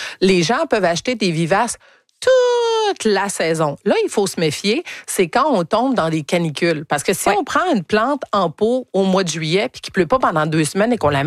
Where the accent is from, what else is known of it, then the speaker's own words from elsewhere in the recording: Quebec, Canada; parce que je viens encore une fois de l'Estrie, on a des chevreuils qui mangent les haies de cèdre.